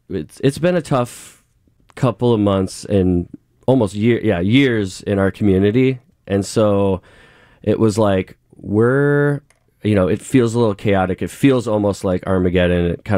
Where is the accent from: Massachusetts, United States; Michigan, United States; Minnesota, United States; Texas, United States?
Minnesota, United States; Duluth; But I grew up in Duluth